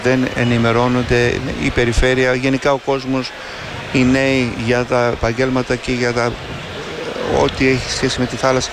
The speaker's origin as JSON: {"language": "Greek", "area": "Kasos", "region": "South Aegean", "country": "Greece", "said": "Εγώ είμαι από την Κάζο"}